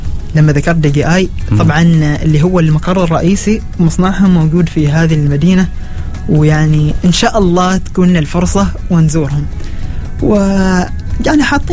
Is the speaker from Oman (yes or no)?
yes; Oman; اخترت ضمن نخبة من الطلبة وبتشارك في وفد تمثل أنت فيه وطنك، تمثل عمان فيه